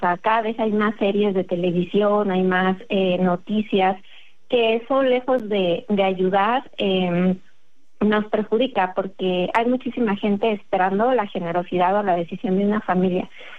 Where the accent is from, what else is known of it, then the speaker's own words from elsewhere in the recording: Mexico; es parte de lo que nos caracteriza a los mexicanos